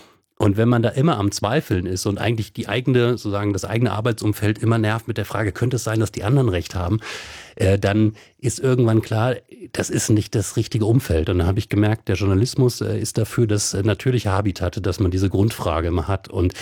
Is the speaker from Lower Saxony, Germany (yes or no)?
yes; Wolfsburg, Lower Saxony, Germany; als er noch Ministerpräsident von Niedersachsen war, von meinem Heimatland, und in meiner Heimatstadt Wolfsburg das Kunstmuseum eröffnen durfte.